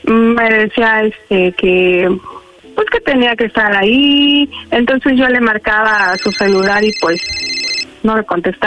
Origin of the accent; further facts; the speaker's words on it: Ecatepec, State of Mexico, Mexico; Soy de Ecatepec.